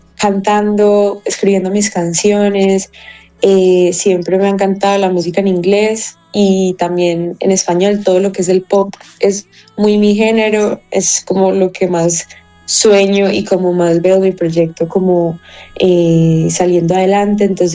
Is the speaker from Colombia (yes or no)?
yes; Colombia; also born or lived in Los Angeles, California, United States; nací en Estados Unidos, en Los Ángeles, California, me crié en Colombia